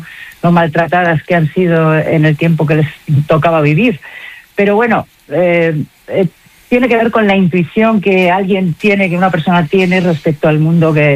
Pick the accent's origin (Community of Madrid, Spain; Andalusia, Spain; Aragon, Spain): Community of Madrid, Spain; Madrid; also born or lived in Saldaña, Palencia; de donde soy de verdad, donde yo me he construido, fue en Madrid, que he estado allí 43 años viviendo.